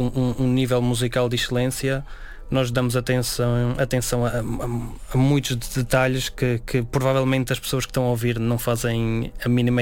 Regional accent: Celorico da Beira, Centro, Portugal; Val das Ares, fica em Celurico da Beira

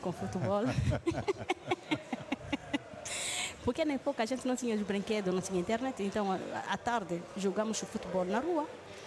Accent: DR Congo; now in Portugal; É minha terra. Eu cresci ali, temos amiga e o ambiente é diferente.

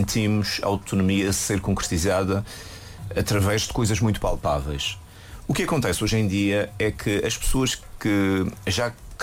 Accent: Madeira, Portugal

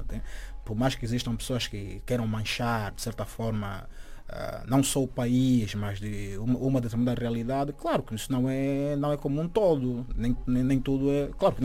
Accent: Angola; moved away as an adult; se perguntares para mim … eu saí de Angola, eu não saí de Angola porque estava a sofrer.

